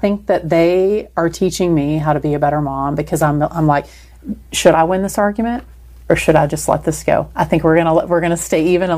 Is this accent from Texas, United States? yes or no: yes; Texas, United States; So I'm Texan.